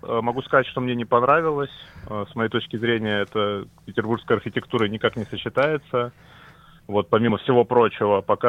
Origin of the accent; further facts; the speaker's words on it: Saint Petersburg, Russia; нам бы, петербуржцам